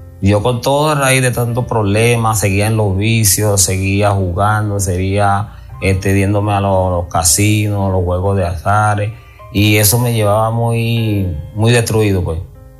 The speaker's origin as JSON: {"language": "Spanish", "country": "Colombia", "moved": "as an adult", "lives_now": "Venezuela", "said": "Yo vine de Colombia hacia Venezuela con un propósito de trabajar, de emprender, de seguir adelante."}